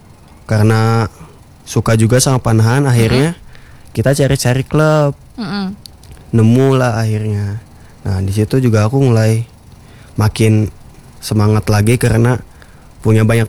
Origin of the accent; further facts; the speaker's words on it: Tangerang, Banten, Indonesia; born there; Aku lahir di Tangerang. Mm-hmm. 29 Agustus 2008.